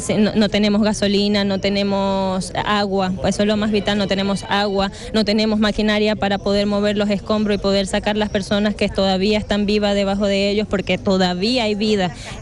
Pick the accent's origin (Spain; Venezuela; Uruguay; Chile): Venezuela; La Guaira; moved away; yo soy de La Guaira.